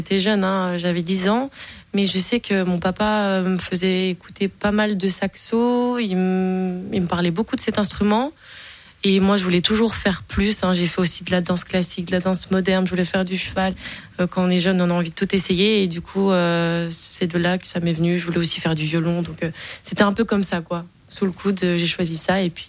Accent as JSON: {"language": "French", "town": "Baume-les-Dames", "region": "Bourgogne-Franche-Comté", "country": "France", "also_born_or_lived": "Besançon", "said": "je viens de Baume-les-Dames. Par contre, j'ai fait toutes mes études sur Besançon, donc je me sens quand même un peu byzantine."}